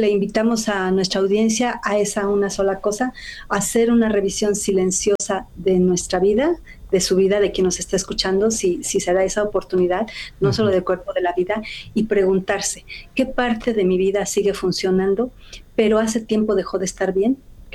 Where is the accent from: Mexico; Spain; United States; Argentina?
Mexico; la verdad como mexicanos aceptamos muchas cosas de manera resignada